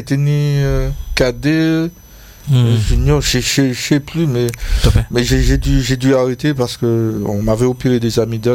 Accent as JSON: {"language": "French", "town": "Sainte-Anne", "country": "Martinique", "said": "je suis de Sainte-Anne"}